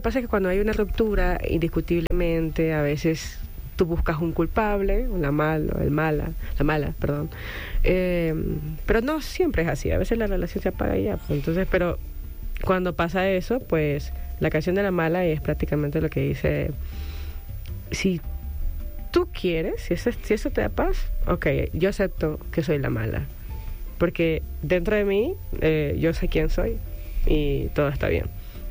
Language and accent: Spanish; Guayaquil, Guayas, Ecuador; yo soy de Guayaquil.